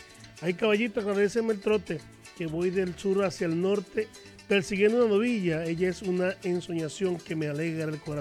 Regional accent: Guárico, Venezuela; Veguerito, llanero, guariqueño de Sarasa.

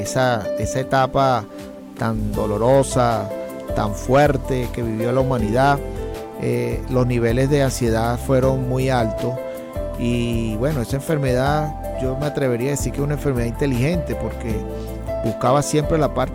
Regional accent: Venezuela; Como buenos hijos de Dios y como buenos venezolanos

